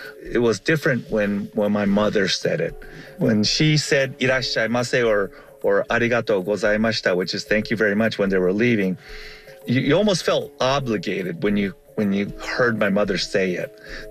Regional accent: Japan; moved away; My family, we came over from Japan in 1969. I remember the first couple of years, my family played Mahjong.

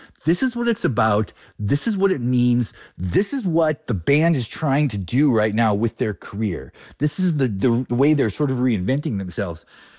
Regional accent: North Dakota, United States; also born or lived in Ohio; Okay, so I grew up in North Dakota and lived in Ohio

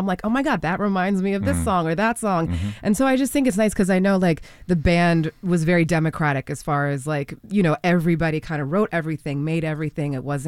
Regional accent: California, United States; I'm also from the Bay.

